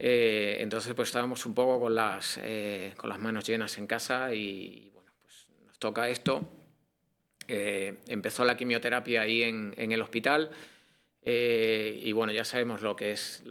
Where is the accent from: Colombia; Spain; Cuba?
Spain; Yo, bueno, yo soy de España, crecí en una familia muy católica.